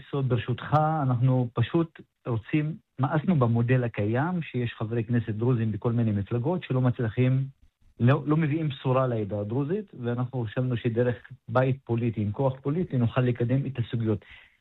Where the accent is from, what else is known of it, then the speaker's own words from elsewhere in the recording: Maghar, Northern District, Israel; אני ממרר.